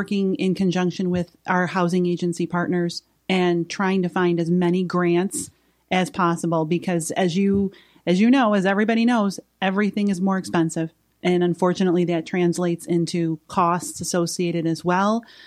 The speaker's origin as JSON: {"language": "English", "town": "Rochester", "region": "New York", "country": "United States", "tie": "born or raised there", "said": "I have been in Rochester my whole life."}